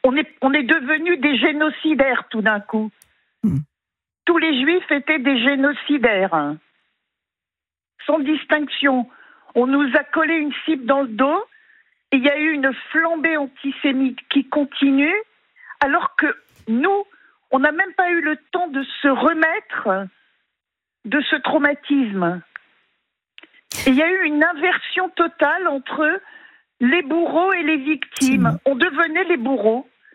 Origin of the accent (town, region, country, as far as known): France; born or raised there